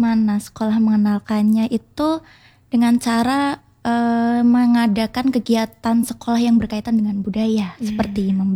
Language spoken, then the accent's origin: Indonesian; Java, Indonesia; kita sebagai orang Jawa